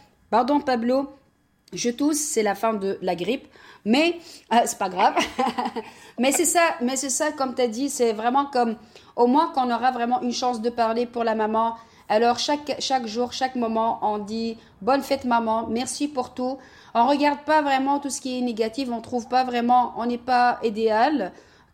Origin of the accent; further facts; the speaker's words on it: Montreal, Quebec, Canada; moi, je suis vraiment très honorée d'être Montréalaise. Et je dis toujours, je suis Montréalaise. J'adore Montréal.